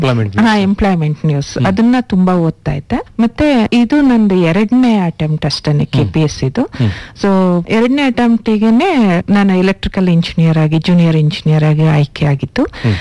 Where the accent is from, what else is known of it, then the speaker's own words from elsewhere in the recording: Karnataka, India; born there; moved away; ನಾನು ಹಾಸನದಿಂದ ಒಂದು ಸುಮಾರು 80 ಕಿಲೋಮೀಟರ್ ದೂರ ನಾನು ಹುಟ್ಟಿದ್ದು.